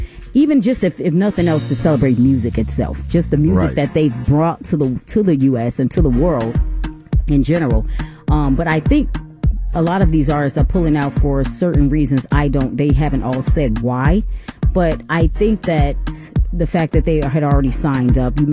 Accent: United States; We are American.

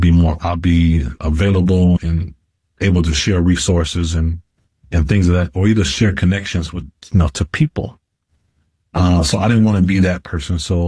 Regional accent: East Chicago, Indiana, United States; moved away as an adult; also born or lived in Kansas City; now in Twin Cities, United States; I was a transplant from Kansas City. I grew up in East Chicago, Indiana. And when I moved here, I was married at the time and I had one child.

